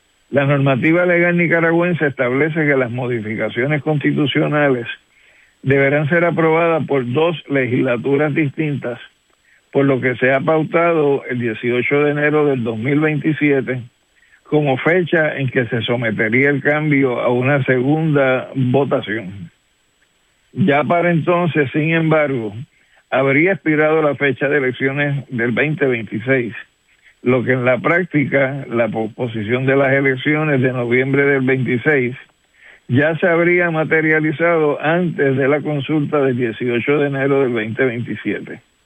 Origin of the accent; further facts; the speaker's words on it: Puerto Rico; Como puertorriqueño, sin embargo, a pesar de los cambios habidos dentro del gobierno sandinista